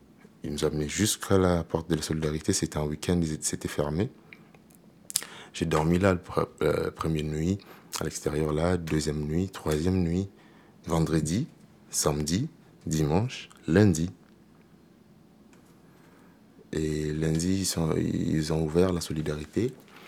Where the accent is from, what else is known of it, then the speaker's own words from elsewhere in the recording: Madagascar; on a essayé de discuter, on vient de Madagascar, je lui ai expliqué tout, tout, tout, tout, on vient juste d'atterrir